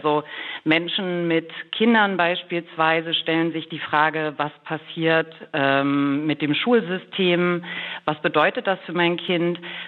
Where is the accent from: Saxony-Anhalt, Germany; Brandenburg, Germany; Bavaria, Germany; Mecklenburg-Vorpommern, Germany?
Saxony-Anhalt, Germany; Magdeburg; Tatsächlich komme ich aus Magdeburg